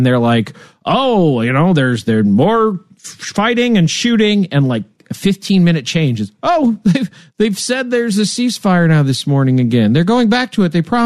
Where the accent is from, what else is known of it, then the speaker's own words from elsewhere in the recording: Midwest, United States; And obviously I've been to Chicago a ton of times because I was I was in the Navy, but I'm from the Midwest.